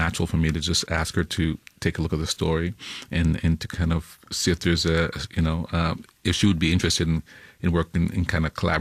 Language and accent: English; Jamaica; born there